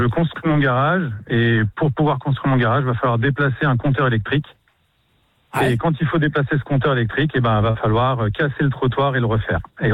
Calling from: Orléans, Centre-Val de Loire, France; Alors moi, je suis sur Orléans.

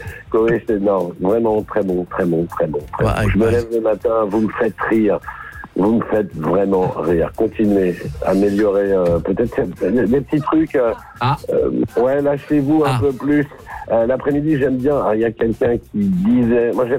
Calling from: Nouvelle-Aquitaine, France; Moi, je suis en Dordogne.

